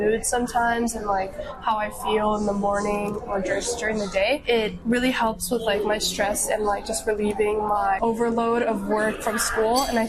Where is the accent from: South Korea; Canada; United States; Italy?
South Korea; also born or lived in Hong Kong; I go to SFS and I'm from Korea. I lived in Korea for 6 years and then I was living in Hong Kong before that.